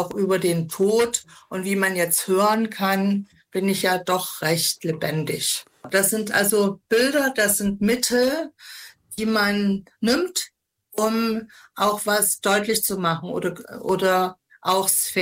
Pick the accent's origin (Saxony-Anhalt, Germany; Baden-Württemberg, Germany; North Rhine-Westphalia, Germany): Saxony-Anhalt, Germany; Weißenfels; Und aufgewachsen bin ich in Weißenfels im Herrengartengut meiner Oma und meiner Familie.